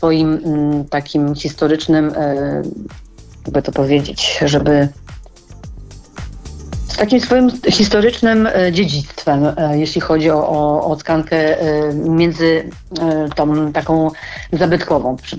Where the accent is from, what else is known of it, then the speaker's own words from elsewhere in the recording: Warsaw, Masovian Voivodeship, Poland; Ja się urodziłam w Warszawie i wychowałam na Pradze, co prawda południe, ale Praga Północ to jest Praga, blisko